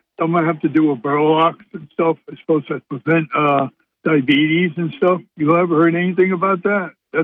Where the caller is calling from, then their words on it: Davenport, United States; Calling up from, actually, I'm in Davenport right now.